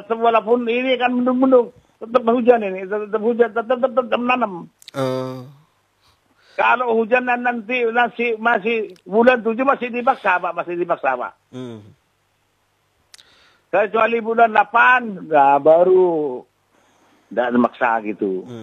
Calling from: Indonesia; daerah saya, daerah gulu-gulu utara, namanya Dusun Gunung Tanah Bukat ini

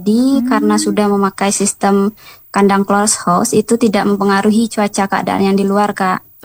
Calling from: West Sumatra, Indonesia

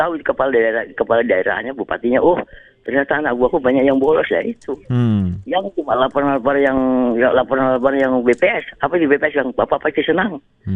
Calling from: Makassar, South Sulawesi, Indonesia; Ya, kabar baik walaupun kadang-kadang masih ada hujan di Makassar.

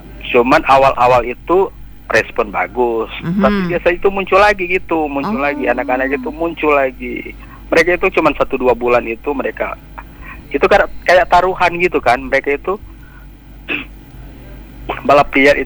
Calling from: Makassar, South Sulawesi, Indonesia; Mungkin itu aja dulu dari saya, dari Makassar ya.

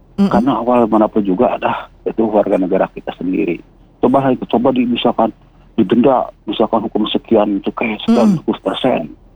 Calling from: Bandung, West Java, Indonesia; Saya dari Bandung Timur Pak.

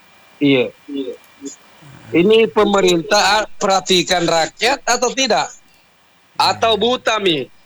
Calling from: South Sulawesi, Indonesia; kita orang Sulsel

